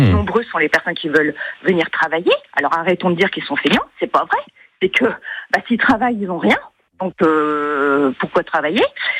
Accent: France; Je parle également en tant que Française

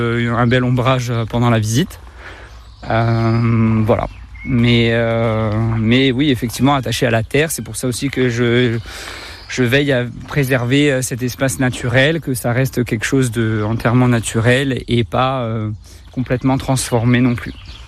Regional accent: Corsica, France; moi je suis pas né en Corse, mais j'ai grandi en Corse. Je suis en Corse depuis la maternelle, hein, sur le Nebbio. Donc je suis originaire du Nebbio depuis tout petit. Ma famille du côté de ma mère étant de Farignolles.

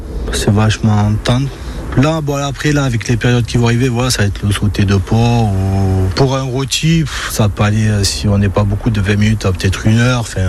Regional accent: Occitanie, France; moi je suis du Gers, donc voilà, graisse de canard, hein.

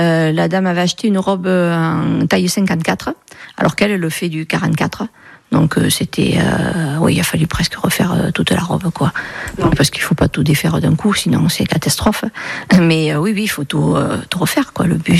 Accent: Nouvelle-Aquitaine, France; accent: south-west; moved away as an adult; also born or lived in Gironde; now in Franche-Comté, France; Du sud-ouest, sud-Gironde, enfin plutôt Lot-et-Garonne. Voilà, moi, quand j'étais petite, j'habitais en Lot-et-Garonne.

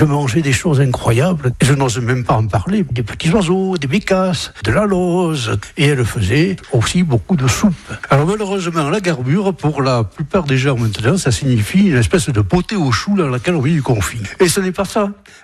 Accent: Dax, Nouvelle-Aquitaine, France; Je suis né au Kassourat, à Dax, mais j'ai passé mon enfance au quartier du Gon.

